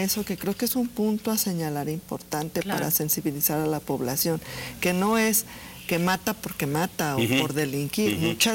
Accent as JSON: {"language": "Spanish", "country": "Mexico", "lives_now": "Aguascalientes, Mexico"}